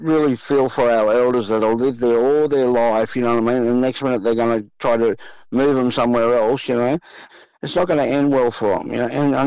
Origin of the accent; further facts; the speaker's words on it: Sydney, New South Wales, Australia; born there; also born or lived in Wiradjuri country; We grew up in South Sydney, mm. Redfern All Blacks we played for